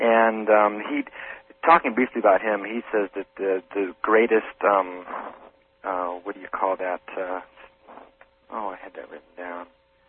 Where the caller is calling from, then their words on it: Phoenix, Arizona, United States; Phoenix, Arizona.